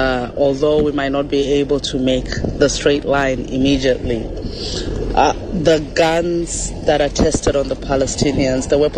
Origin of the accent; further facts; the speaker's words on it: South Africa; I'm a South African writer